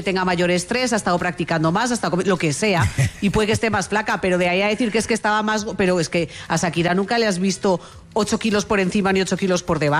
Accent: Spain; Acuérdate cómo somos las españolas.

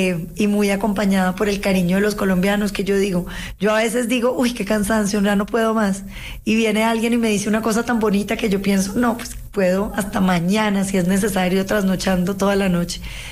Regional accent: Popayán, Cauca, Colombia; Yo crecí en Popayán, Darcy, yo crecí en Popayán. Mis amigas son de Popayán. Pasé mi adolescencia en Popayán.

